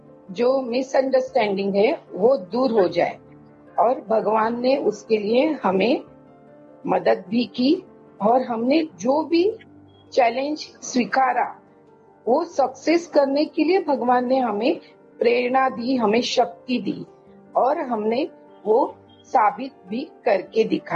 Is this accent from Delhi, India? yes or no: no; Sindhudurg district, Maharashtra, India; मैं सिंधुदुर्ग जिला के सरंबल गांव से बिलोंग करती हूँ, कुडाल तालुका है हमारा, तो उस विलेज में हर घर का एक आदमी मिलिट्री में है।